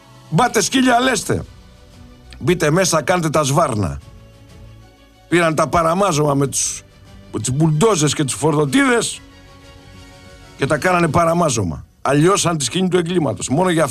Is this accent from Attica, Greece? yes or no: no; Peloponnese, Greece; λωθιά που λέγαμε και στο χωριό μου, λωθιά, λωθιά. Εγώ είμαι αιμοραϊτής.